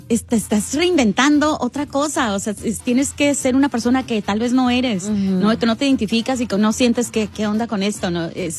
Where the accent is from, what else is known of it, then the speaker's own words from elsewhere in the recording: Los Angeles, California, United States; yo nací en Los Ángeles, uh-huh, y aquí crecí. Obviamente, yo siempre hablé en español en casa porque así nos obligó a mi mamá a hacerlo.